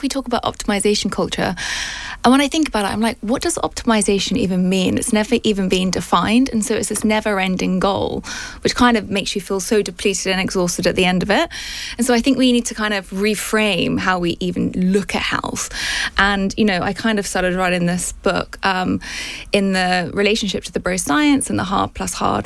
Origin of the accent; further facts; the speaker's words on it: Portsmouth, South East England, United Kingdom; moved away; also born or lived in New York; And I was from Portsmouth, and these things just didn't happen.